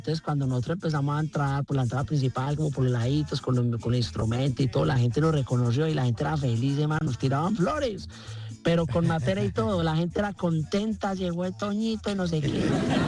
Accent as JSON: {"language": "Spanish", "town": "El Carmen de Viboral", "region": "Antioquia", "country": "Colombia", "said": "Bueno, yo soy del Carmen, que es ahí al ladito."}